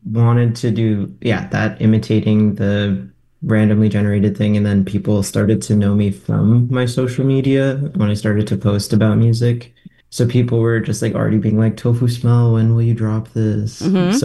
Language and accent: English; Winter Garden, Florida, United States; moved away as an adult; now in Winnipeg, Canada; Winter Garden. It's like a little bit, like maybe 20 minutes drive from Disney. So pretty like Central Florida area. Okay. I moved to Winnipeg almost 3 years ago.